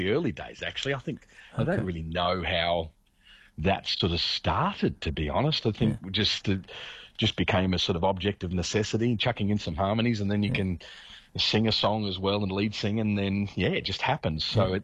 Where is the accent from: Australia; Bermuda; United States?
Australia; we said, sorry, we're from Australia and we're making a … tribute show.